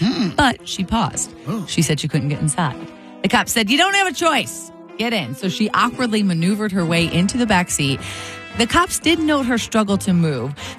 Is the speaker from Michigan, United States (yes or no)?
yes; Michigan, United States; my home state of Michigan.